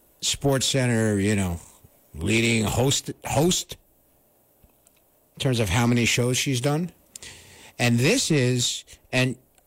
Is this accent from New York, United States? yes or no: yes; New York, United States; myself as a New Yorker